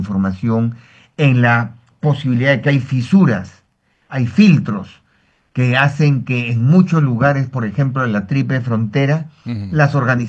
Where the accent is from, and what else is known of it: Peru